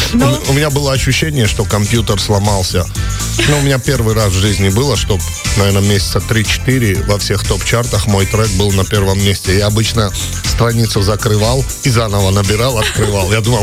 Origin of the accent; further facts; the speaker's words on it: Georgia; из Грузии, мы земляки